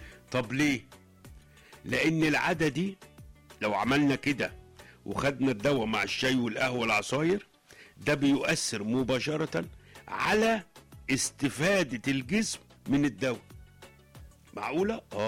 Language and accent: Arabic; Egypt; كمواطنين كمصريين